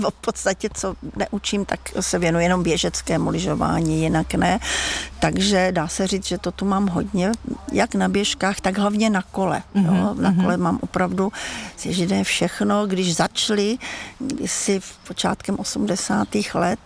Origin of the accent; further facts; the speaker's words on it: Cerekvice nad Loučnou, Pardubice Region, Czechia; moved away; also born or lived in Prague; já jsem rodačka z východních Čech, od Litomyšle. Jsem se narodila v Cerekvici nad Loučnou. Jsem jedna ze dvou dětí, které se přímo narodily v té vesnici a nikoli v porodnici v Litomyšli jako větší.